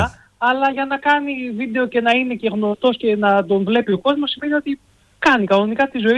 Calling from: Xanthi, Eastern Macedonia and Thrace, Greece; εγώ είμαι από Ξάνθη

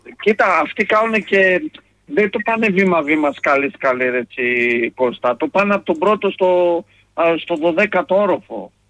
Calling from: Germany; και εδώ πέρα στη Γερμανία μου το έχουν πει.

